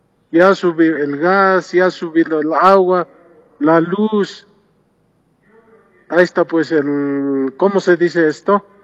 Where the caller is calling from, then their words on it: El Alto, La Paz, Bolivia; Estoy llamando desde la ciudad del Alto.